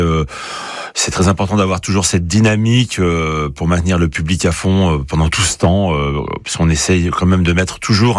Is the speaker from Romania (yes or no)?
no; France; chez nous en France